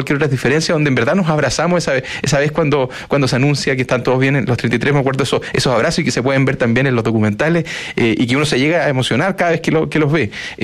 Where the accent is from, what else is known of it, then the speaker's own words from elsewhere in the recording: Concepción, Biobío, Chile; Y yo, que soy de Concepción